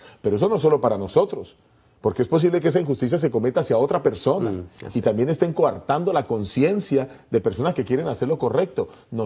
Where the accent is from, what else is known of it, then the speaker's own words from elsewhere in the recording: Colombia; now in United States; Yo recuerdo que por lo menos en mi país es Colombia